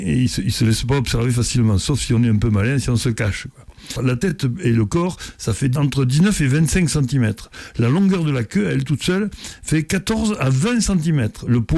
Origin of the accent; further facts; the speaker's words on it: France; mais qui se porte pas trop mal chez nous en France